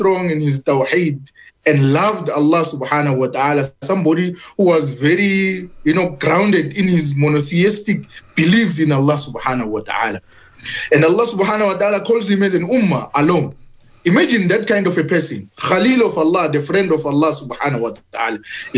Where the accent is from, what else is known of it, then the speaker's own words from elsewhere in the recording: Soweto, Gauteng, South Africa; me and the community in Soweto at large, as South African indigenous Muslims who accepted Islam, embraced Islam